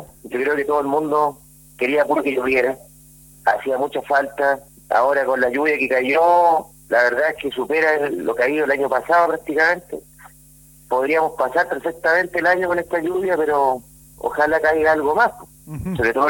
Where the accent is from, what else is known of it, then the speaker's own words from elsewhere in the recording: Cabildo, Valparaíso, Chile; moved away as an adult; estoy hace ya 13 años viviendo por acá, me vine de Valparaíso, de hecho, para acá, Cabildo. Yo soy cabildano, nací en Valparaíso, me crié en Cabildo toda mi vida, entonces siempre tuve la intención de devolverme a mi tierra, a la tierra llama, como se dice. Llegué, estoy hace 13 años, el 2013 llegué por acá